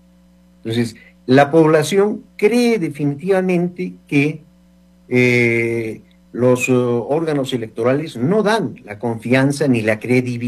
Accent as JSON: {"language": "Spanish", "country": "Peru"}